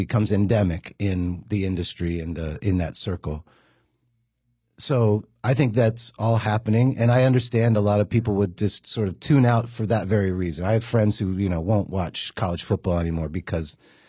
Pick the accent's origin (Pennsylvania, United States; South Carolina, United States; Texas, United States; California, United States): Pennsylvania, United States; I grew up in Central PA, and had deep roots at Penn State.